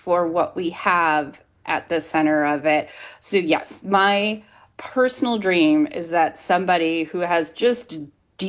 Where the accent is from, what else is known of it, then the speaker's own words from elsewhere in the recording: Grand Rapids, Michigan, United States; And growing up in Grand Rapids, going to the gas station, getting a Selton Nut Roll, and the two of us sharing that experience